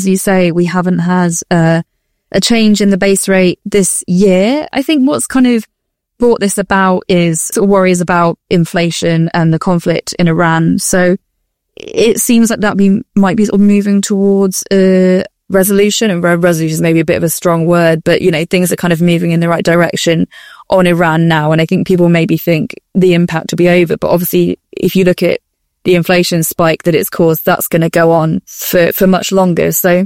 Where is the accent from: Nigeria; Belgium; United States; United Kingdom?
United Kingdom; we're British.